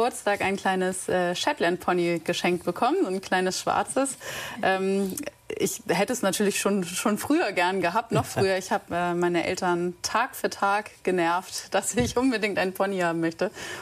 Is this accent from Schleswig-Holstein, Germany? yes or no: yes; Ottendorf, Schleswig-Holstein, Germany; also born or lived in Kiel; Ich bin in Ottendorf groß geworden, beziehungsweise genau an der Grenze zwischen Ottendorf und Kunzhagen.